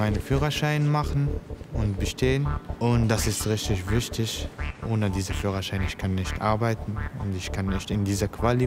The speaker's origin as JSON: {"language": "German", "country": "Morocco", "second_language": "German", "moved": "as an adult", "lives_now": "Frankfurt, Germany", "said": "Ich komme aus Marokko und ich bin 27 Jahre alt."}